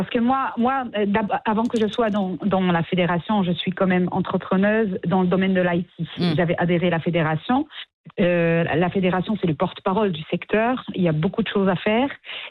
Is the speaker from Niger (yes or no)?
no; Morocco; au Maroc, alhamdoulilah, nous on ne vit pas cette discrimination entre hommes et femmes dans le domaine de l'IT.